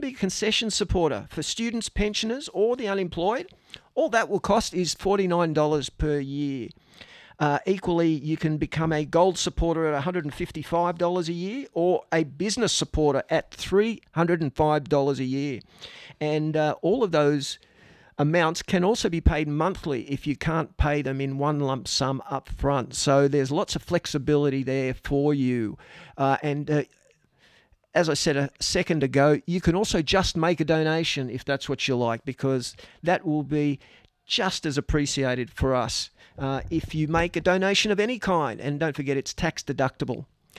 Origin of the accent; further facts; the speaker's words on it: Sydney, New South Wales, Australia; born there; came into this world across the road, literally.